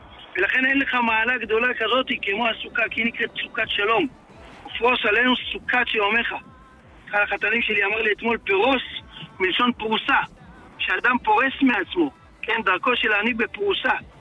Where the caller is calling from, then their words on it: Elad, Central District, Israel; אנחנו מאלעד.